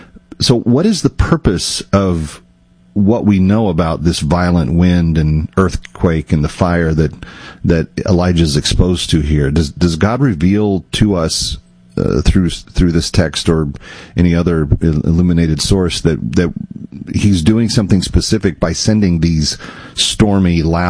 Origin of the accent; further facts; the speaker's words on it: Texas, United States; growing up in Texas.